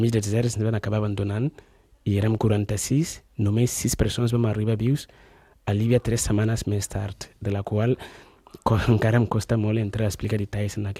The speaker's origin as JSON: {"language": "Catalan", "country": "Ghana"}